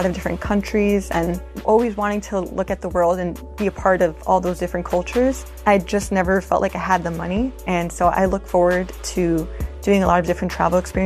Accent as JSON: {"language": "English", "town": "New York City", "region": "New York", "country": "United States", "tie": "born or raised there", "moved": "as an adult", "said": "I grew up in Brooklyn, New York, and my parents came from Mexico and they wanted to make more income as we were a family of seven."}